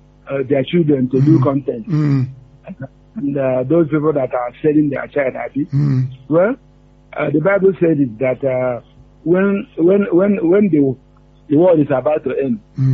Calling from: Elebu, Nigeria; I'm calling from Elebu.

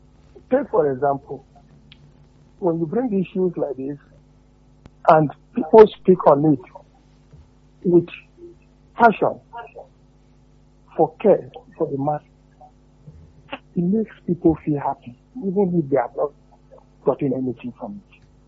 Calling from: Lagos, Nigeria; I'm calling you from Lagos.

